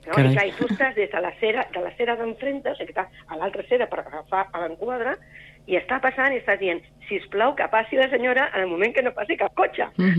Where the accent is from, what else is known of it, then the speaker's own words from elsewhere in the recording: Sabadell, Catalonia, Spain; now in Castellar del Vallès, Spain; No, jo sóc de Sabadell, però nosaltres vivim a Castellà